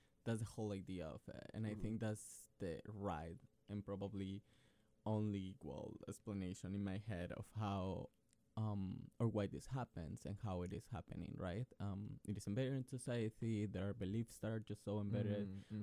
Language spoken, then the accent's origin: English; Colombia; moved away; I grew up in Colombia and we have a very like conservative kind of culture.